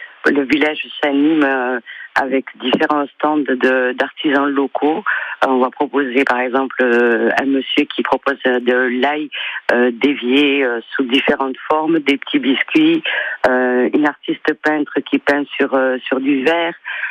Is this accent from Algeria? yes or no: no; Perpignan, Occitanie, France; now in Conflent, France; J'étais de Perpignan à l'époque